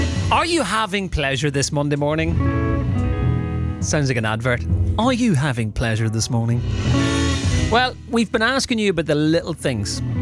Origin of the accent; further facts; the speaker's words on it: Ireland; accent: Irish; The fluffiness of my gorgeous Irish accent.